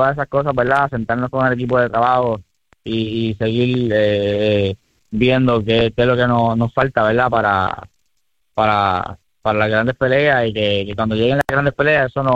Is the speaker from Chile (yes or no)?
no; Aguadilla, Puerto Rico; poniendo a Puerto Rico en alto, a mi pueblo de Aguadilla también